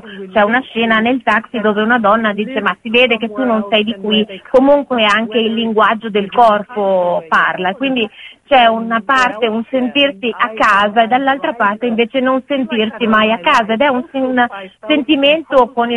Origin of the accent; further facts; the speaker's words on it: Iran; moved away as an adult; now in France; come donna e come donna iraniana